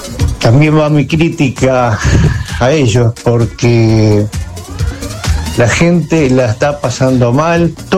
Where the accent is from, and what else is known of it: Buenos Aires, Argentina